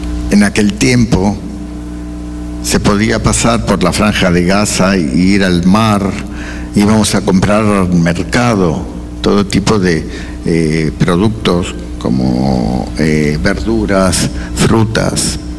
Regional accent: Argentina; now in Israel; Yo como argentino, en el medio.

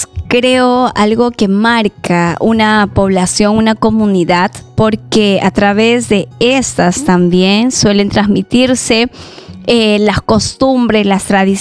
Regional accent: Peru; de nuestra identidad como peruanos, como hijos de Dios y como parte de una región o un país.

